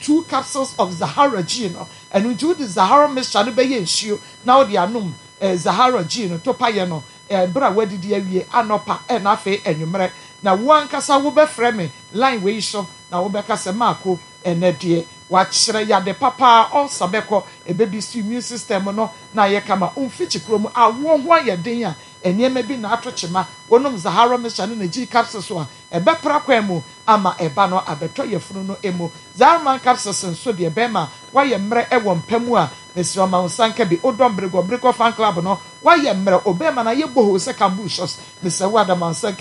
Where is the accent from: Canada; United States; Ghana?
Ghana; Techiman, Bono East; from Techiman.